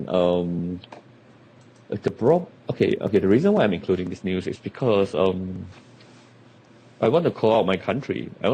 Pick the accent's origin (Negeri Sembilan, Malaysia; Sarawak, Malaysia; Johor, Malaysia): Johor, Malaysia; including Johor, my hometown, is having unhealthy reading as well.